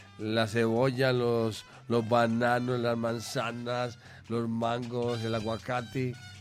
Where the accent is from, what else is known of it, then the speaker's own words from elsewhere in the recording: Barbosa, Antioquia, Colombia; yo que soy de Barbosa